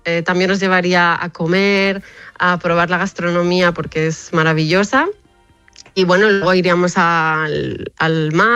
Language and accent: Spanish; Alicante, Valencian Community, Spain; La costa, por ejemplo, aquí, bueno, de donde yo soy, en Alicante, está todo muy construido.